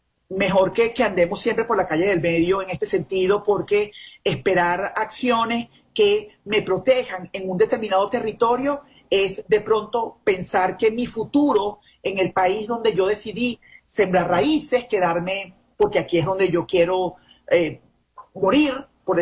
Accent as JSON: {"language": "Spanish", "country": "Venezuela", "moved": "as an adult", "lives_now": "United States", "said": "qué me hizo salir de mi país, qué me puso a mí como venezolana en esta situación"}